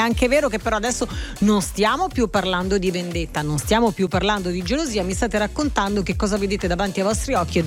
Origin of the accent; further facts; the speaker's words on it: Molise, Italy; moved away; lì c'è la mia famiglia, ci sono i miei amori, ci sono i miei amici, c'è la mia terra